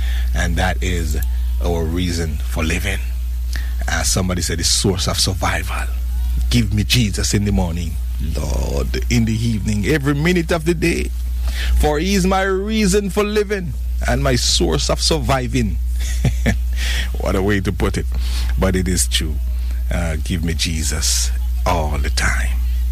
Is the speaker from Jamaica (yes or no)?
yes; Jamaica; accent: Jamaican dialect; No, I'm Jamaican.